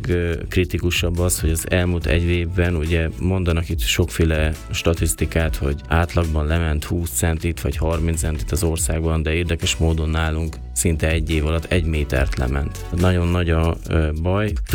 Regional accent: Homokhátság, Hungary; ugyanis én tényleg ott nőttem fel kint a tanyán, gyakorlatilag csak aludni jártunk haza, mint az igazi tanyasi emberek.

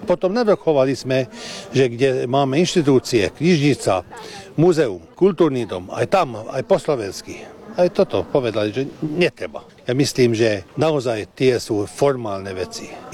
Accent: Hungary; Normálna vec, že my rodine po slovensky hovoríme a všade skúsime po slovensky hovoriť. Lebo my nie sme len Maďari, my sme aj Slováci. Aspoň tak sa cítime.

